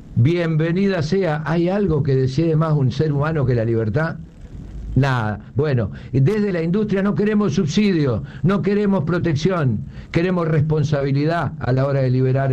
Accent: Argentina; ¿Qué hace en Argentina? Bueno, porque somos argentinos.

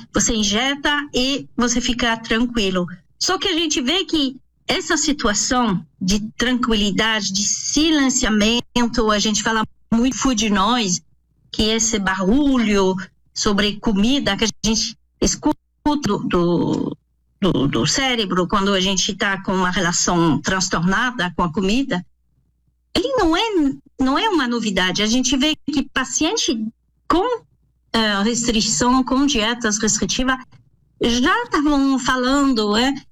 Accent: France; now in Brazil; porque eu sou francesa, naturalizada no Brasil, agora sou brasileira

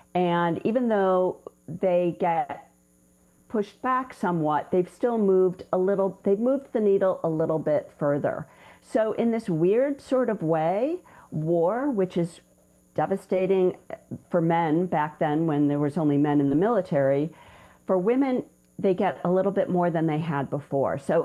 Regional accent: Cleveland, Ohio, United States; now in California, United States; I grew up in Cleveland, Ohio. Oh. Yeah. My dad and my sister still live there.

